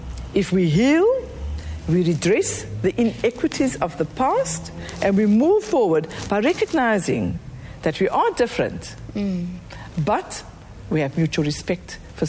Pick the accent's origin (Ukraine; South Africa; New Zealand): South Africa; Of course, as a nation, we are South African.